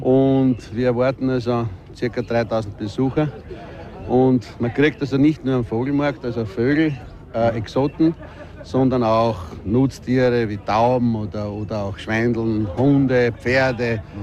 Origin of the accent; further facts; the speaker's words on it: Austria; bei uns in Österreich